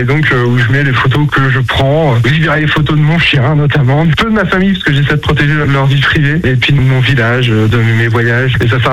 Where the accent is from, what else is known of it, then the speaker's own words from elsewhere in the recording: Suré, Pays de la Loire, France; mon village de Suré, là où j'ai grandi